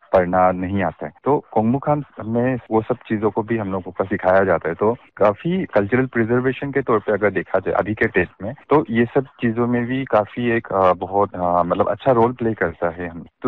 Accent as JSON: {"language": "Hindi", "town": "Namsai", "region": "Arunachal Pradesh", "country": "India", "said": "और मैं नामसाई का रहने वाला हूँ।"}